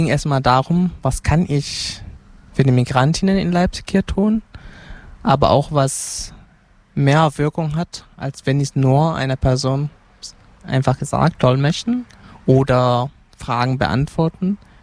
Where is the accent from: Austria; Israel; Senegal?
Senegal; born or raised there; German is a second language; now in Germany